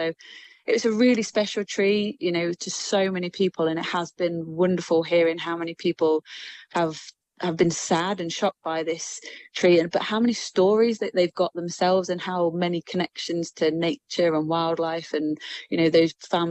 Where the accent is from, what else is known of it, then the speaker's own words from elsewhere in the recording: Nottingham, East Midlands, United Kingdom; I'm a local girl, so I'm from Nottingham